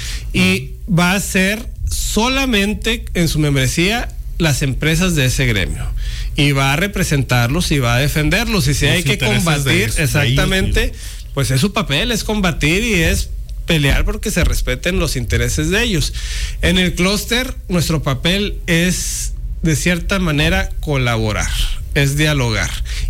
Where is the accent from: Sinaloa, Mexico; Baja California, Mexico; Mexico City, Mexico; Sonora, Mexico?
Sonora, Mexico; moved away; also born or lived in Nuevo León; siendo sonorense, me invitan a venir acá a Sonora